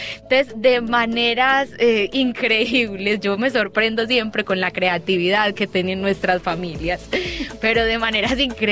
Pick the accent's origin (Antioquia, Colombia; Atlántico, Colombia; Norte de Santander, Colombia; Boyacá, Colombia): Antioquia, Colombia; Medellín; born there; Yo nací en Belén Rincón